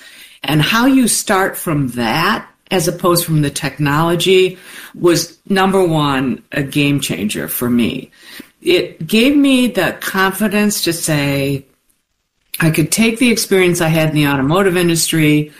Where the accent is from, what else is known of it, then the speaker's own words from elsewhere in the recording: Detroit, Michigan, United States; And I was there for a couple of years, and I live in Detroit, born and raised in Detroit.